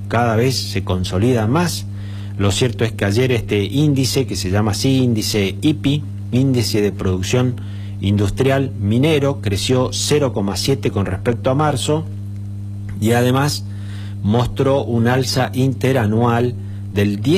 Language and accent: Spanish; Argentina